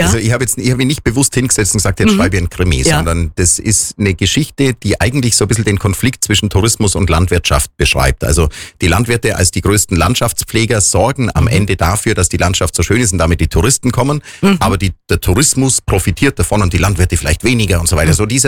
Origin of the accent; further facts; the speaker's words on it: Oberstaufen, Bavaria, Germany; Ich komme aus Oberstaufen, habe ich schon gesagt. Mhm. Und mein Elternhaus ist das, was heute das Hotel Bergkristall ist.